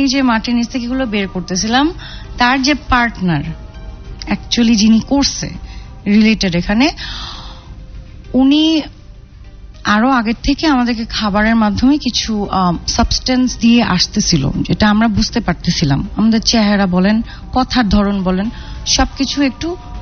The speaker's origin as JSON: {"language": "Bangla", "town": "Mohammadpur", "region": "Dhaka Division", "country": "Bangladesh", "tie": "born or raised there", "lives_now": "Chandipur, Bangladesh", "said": "আমি মোহাম্মদপুর স্থানীয়। জি, তো আমি এখানেই বড় হয়েছি মোহাম্মদপুরে"}